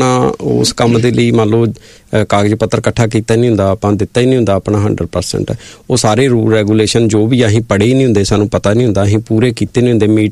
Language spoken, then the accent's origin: Punjabi; Rajasthan, India; ਕਿਉਂਕਿ ਮੇਰੀ ਵਾਈਫ ਪੰਜਾਬ ਤੋਂ ਹੈ ਅਤੇ ਮੈਂ ਰਾਜਸਥਾਨ ਤੋਂ